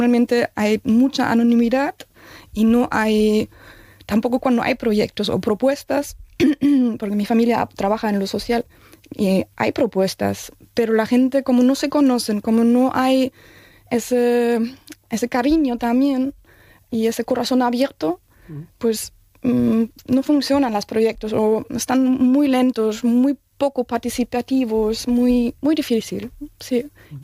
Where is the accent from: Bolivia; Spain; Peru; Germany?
Germany; moved away; O sea, sí, también vengo de Alemania. Ya estoy 11 años aquí, así que tan nuevo no estoy.